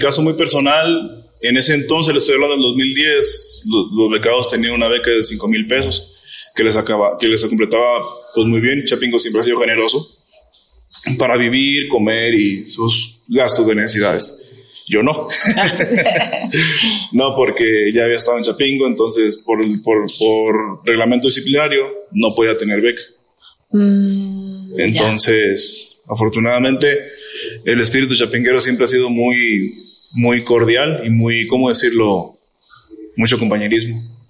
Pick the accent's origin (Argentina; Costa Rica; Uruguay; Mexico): Mexico; Ciudad del Maíz, San Luis Potosí; now in Ciudad Cuauhtémoc, Mexico; Yo soy originario de Ciudad del Maíz, San Luis Potosí. Bueno, en la comunidad de Álvaro Obregón, del municipio de Ciudad del Maíz, del estado de San Luis Potosí.